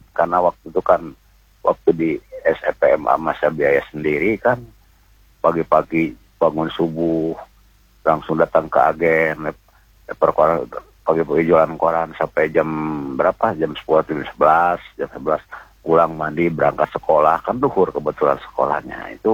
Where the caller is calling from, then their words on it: Garut, West Java, Indonesia; Ke pantai Santolo itu kan tempat saya kan, jauh sekali kan. 100 kilo itu kan di Garut Selatan kan paling ujung kan.